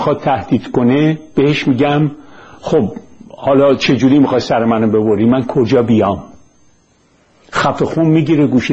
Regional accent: Iran; moved away; also born or lived in Kensington, London

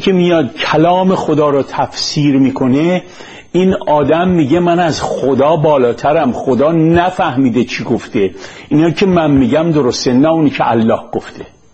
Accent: Iran; برای معرفی خود به راستی نمی‌دانم که بگویم پسر جوان 31 ساله از ایران هستم یا اینکه مرد مجرد بیکار ساکن ایران با تحصیلات دانشگاهی در دانشگاه دولتی این کشور

